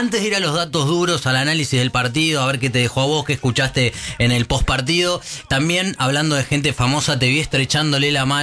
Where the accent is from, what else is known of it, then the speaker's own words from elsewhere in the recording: Argentina; los que somos argentinos